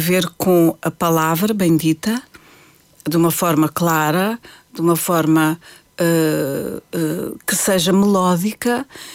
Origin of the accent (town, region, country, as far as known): Portugal